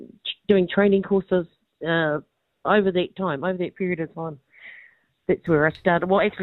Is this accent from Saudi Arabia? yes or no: no; Manawatū-Whanganui, New Zealand; My whakapapa is ngā Wairiki Ngāti Apa. I was born in Martin, raised in the Rangitike.